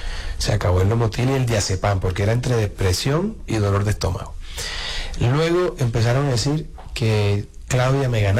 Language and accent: Spanish; Montería, Córdoba, Colombia; also born or lived in Bogotá / Barranquilla; Yo también soy monteriana.